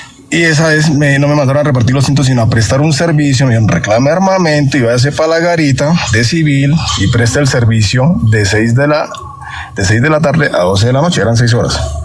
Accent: Bucaramanga, Santander, Colombia; Yo soy de Bucaramanga.

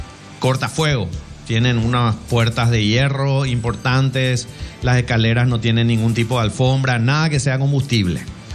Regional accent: Asunción, Paraguay; born there; No, yo nací en Asunción.

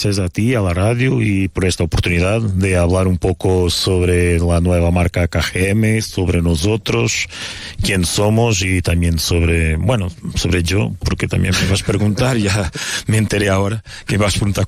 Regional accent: Portugal; Spanish is a second language; moved away as an adult; also born or lived in Madrid; now in Colombia; Yo soy portugués, portugués. De Portugal, de este planeta.

